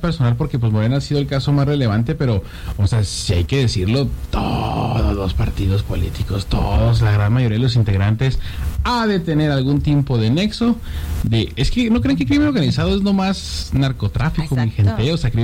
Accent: Mexico

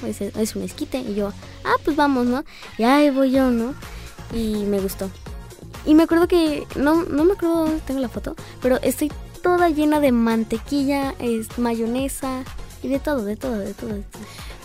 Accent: Mexico; me siento orgullosa de ser mexicana.

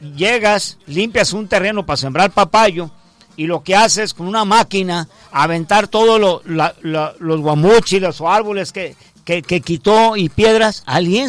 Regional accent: Mexico; Sí, somos mal educados los mexicanos

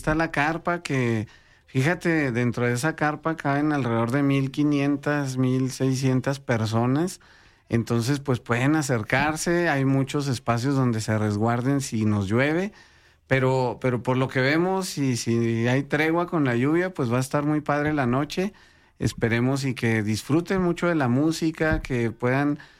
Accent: Mexico; podamos siempre sentirnos orgullosos de ser mexicanos.

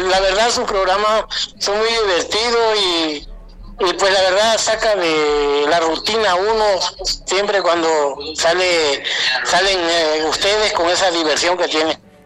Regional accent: Candelaria, Campeche, Mexico; also born or lived in Las Choapas, Veracruz; now in Tenosique, Mexico; Yo soy oriundo de Candelaria del Carmen, Campeche.

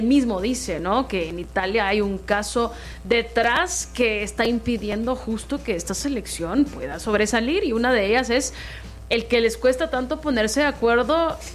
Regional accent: Guatemala; Guatemala justo caiga 1-0 en ese partido contra Costa Rica, que era nuestro duelo directo, hablando como guatemalteca.

